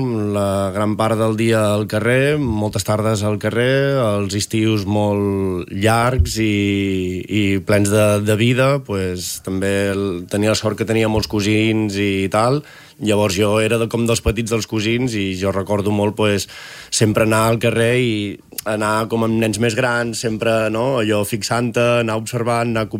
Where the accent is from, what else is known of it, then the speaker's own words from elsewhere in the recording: Palamós, Catalonia, Spain; moved away as an adult; now in Palafrugell, Spain; soc palamosí de naixement i tal, ja fa uns anys que estic aquí a Palafrugell